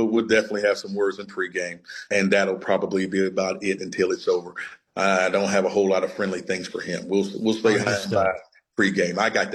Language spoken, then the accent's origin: English; Charlotte, North Carolina, United States; I'm also a Charlottean. I'm from Charlotte, North Carolina. I went to middle school here. I went to high school at East Mecklenburg High School.